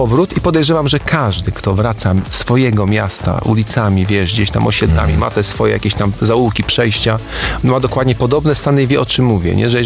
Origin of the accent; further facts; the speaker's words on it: Bydgoszcz, Kuyavian-Pomeranian Voivodeship, Poland; Człowiek łapie taki sentyment do miejsca, z którego pochodzi. Jestem z Bydgoszczy, a przez to, że mieszkam w takim trakcie, że mogę sobie wracać bulwarem Brdy, rzeki bydgoskiej